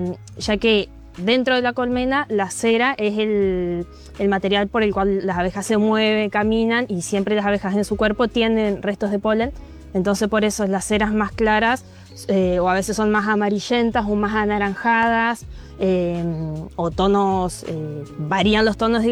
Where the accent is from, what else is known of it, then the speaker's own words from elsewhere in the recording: Entre Ríos, Argentina; now in Paraná, Argentina; Yo crecí en una zona rural que se llama Costa Grande, que está más o menos a unos 80, 90 kilómetros de acá de Paraná. Hice mi jardín, primaria, secundaria, todo en escuela rural. Y recién llegué a Paraná cuando empecé a estudiar la carrera de artes